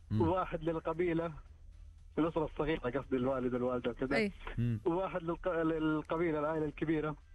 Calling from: Jeddah, Makkah Province, Saudi Arabia

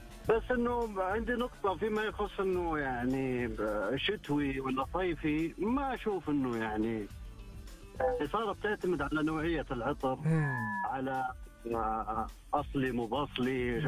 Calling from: Riyadh, Riyadh Province, Saudi Arabia; من الرياض.

